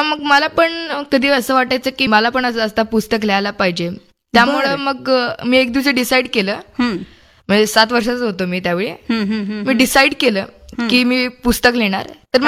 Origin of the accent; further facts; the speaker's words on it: Hyderabad, Telangana, India; also born or lived in Kolhapur; मी actually माझ्या बाबांना म्हणजे तिकडं जॉब होता, त्यामुळे मी तिकडे गेलो आणि मी नर्सरीपासून मी तिकडेच होतो.